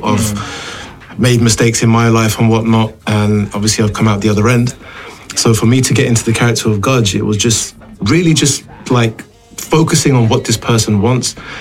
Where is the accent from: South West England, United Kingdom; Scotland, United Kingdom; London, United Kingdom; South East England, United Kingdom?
London, United Kingdom; I grew up in Hounslow, Heston, Southall.